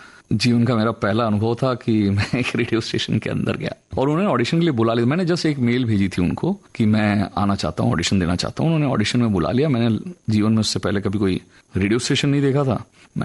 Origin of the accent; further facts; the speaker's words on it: Athabira, Odisha, India; also born or lived in Bhilai; तब तक हम उड़ीसा शिफ्ट हो चुके थे भिलाई से, और ये बहुत छोटा सा गांव था, इसका नाम अथाबिरा है।